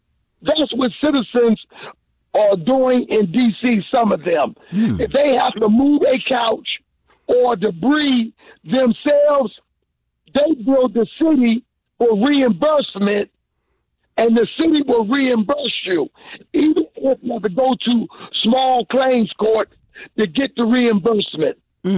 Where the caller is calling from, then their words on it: Washington, District of Columbia, United States; I'm calling from Capitol Hill, D.C.